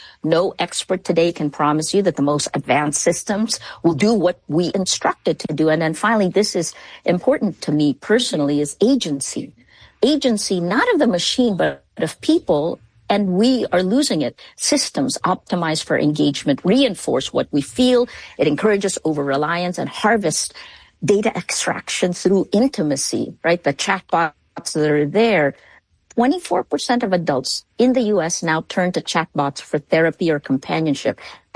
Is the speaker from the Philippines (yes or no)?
yes; Philippines; This is me, right? Because I come from the Philippines.